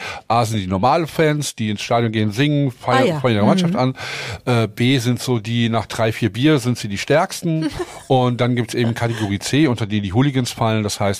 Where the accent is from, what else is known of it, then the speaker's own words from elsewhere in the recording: Neu-Isenburg, Hesse, Germany; accent: Hessian; moved away; ich komme ja ursprünglich aus Frankfurt, nur Isenburg, Hessen.